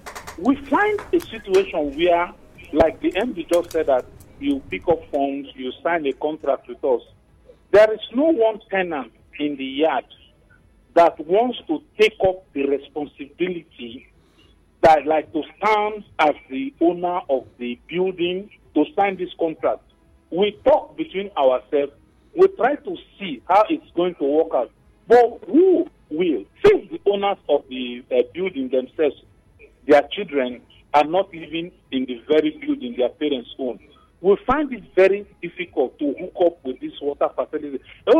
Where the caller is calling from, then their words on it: Port Harcourt, Rivers, Nigeria; I'm calling from Port Harcourt Township.